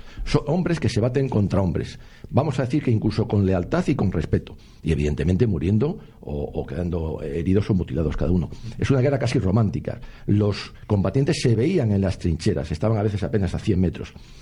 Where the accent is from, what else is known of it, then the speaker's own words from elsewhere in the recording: Spain; somos españoles